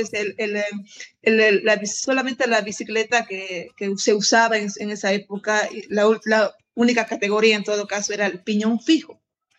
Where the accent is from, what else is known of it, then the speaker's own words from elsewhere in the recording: Bolivia; como bolivianos que somos, siempre a última semana, a última hora